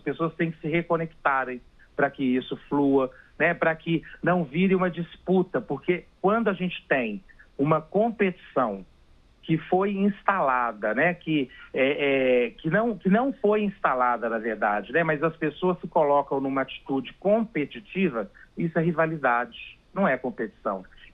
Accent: Belo Horizonte, Minas Gerais, Brazil; eu estou agora aqui em São Paulo, eu sou de Belo Horizonte, né?

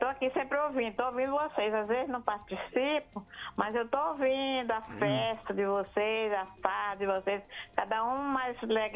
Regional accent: Bom Jesus da Lapa, Bahia, Brazil; now in Uruaçu, Brazil; Eu sou baiana, sou de Bom Jesus da Lapa. Já tem 54 anos que eu moro aqui em Uruaçu.

